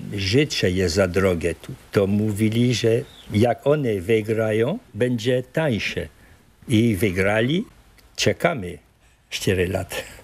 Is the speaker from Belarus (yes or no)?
no; France; first language Polish; now in French Polynesia; ja drugi byłem, Francuz.